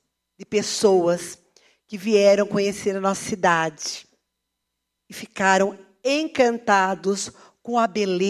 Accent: Araras, São Paulo, Brazil; Nasci em Araras, sempre gosto de repetir. Fui criada em Araras, amo a minha cidade.

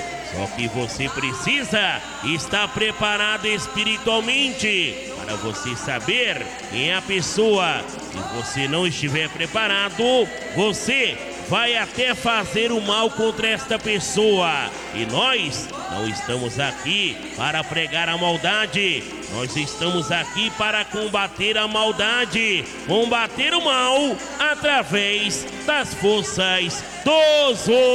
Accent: Vitória da Conquista, Bahia, Brazil; now in São Paulo, Brazil; Sou de Vitória da Conquista.

